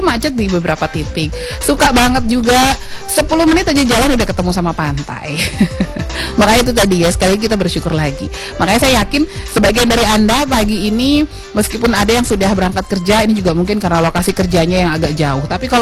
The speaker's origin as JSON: {"language": "Indonesian", "region": "West Nusa Tenggara", "country": "Indonesia", "said": "Ini adalah satu bentuk kesyukuran kita sebagai warga Nusa Tenggara Barat."}